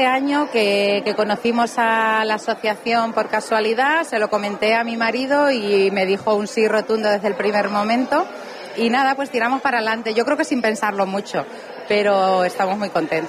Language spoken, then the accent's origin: Spanish; La Solana, Castilla-La Mancha, Spain; now in Ciudad Real, Spain; aunque vivo aquí en Ciudad Real, pero soy de La Solana, y en La Solana, desde yo bien pequeña